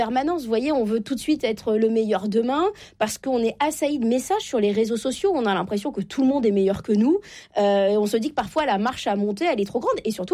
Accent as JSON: {"language": "French", "region": "Normandy", "country": "France", "said": "Je viens de la Normandie."}